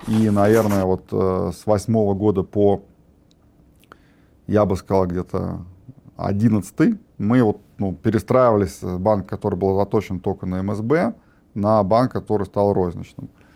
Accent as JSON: {"language": "Russian", "town": "Kostroma", "region": "Kostroma Oblast", "country": "Russia", "said": "поскольку мы были из Костромы"}